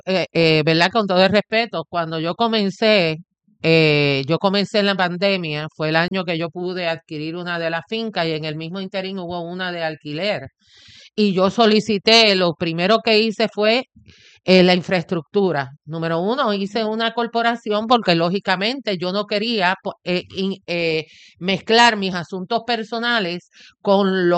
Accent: Puerto Rico

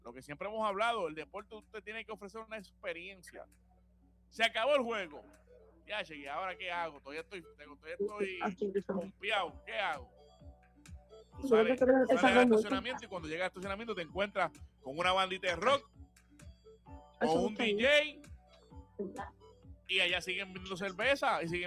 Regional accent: Caguas, Puerto Rico; Yo que soy nacido y criado en Caguas

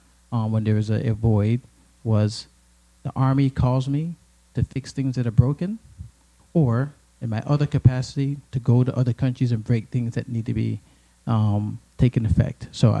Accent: U.S. Virgin Islands; my hometown, the place that I grew up

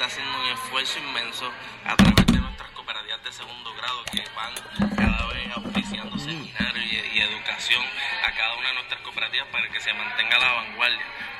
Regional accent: Naguabo, Puerto Rico; now in Caguas, Puerto Rico; aunque actualmente vivo en Caguas. Soy joven de Nahuabo, estudié toda mi vida en barrio de Aguao, en el pueblo de Nahuabo, la Escuela Superior

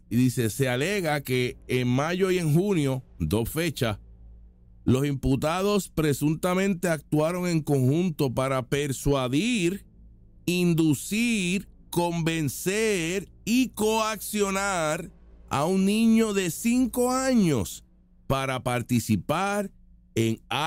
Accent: Puerto Rico

